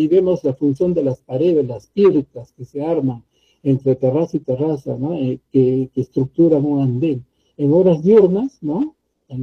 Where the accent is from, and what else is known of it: Peru